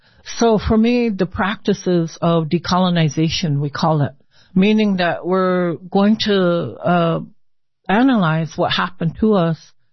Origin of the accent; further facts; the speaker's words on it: Nebraska, United States; I'd always respond like, I'm from the Omaha tribe.